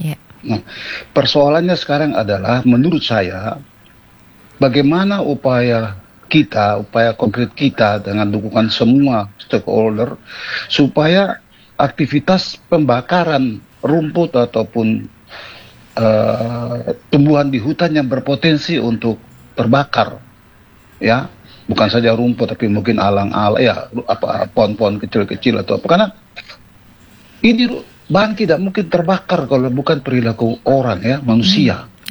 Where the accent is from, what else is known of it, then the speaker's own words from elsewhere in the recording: Yogyakarta, Special Region of Yogyakarta, Indonesia; Tempat lain, saya dari kota Yogyakarta, itu tidak ada orang berperilaku bakar rumput di pinggiran-pinggiran kota